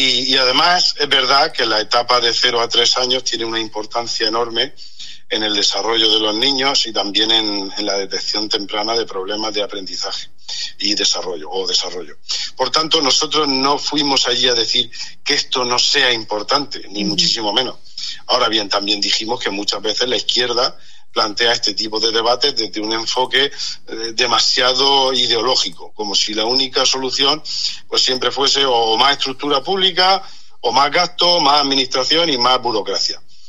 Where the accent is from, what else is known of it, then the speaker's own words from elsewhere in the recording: Caravaca de la Cruz, Region of Murcia, Spain; somos Caravaca de la Cruz desde el 62